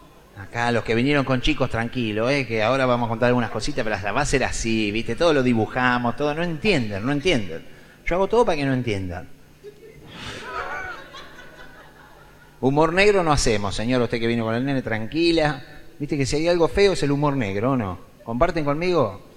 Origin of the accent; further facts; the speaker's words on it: Mar del Plata, Buenos Aires Province, Argentina; born there; now in Buenos Aires, Argentina; yo soy nacido en Mar del Plata. Yo hace 10 años ya que vivo en Buenos Aires, pero yo nací allá.